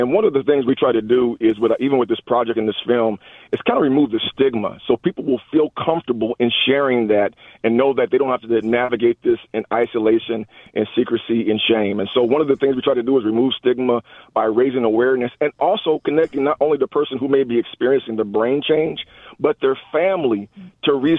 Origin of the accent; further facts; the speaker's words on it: Jacksonville, Illinois, United States; So, again, we grew up in Central Illinois, 30 years in Jacksonville.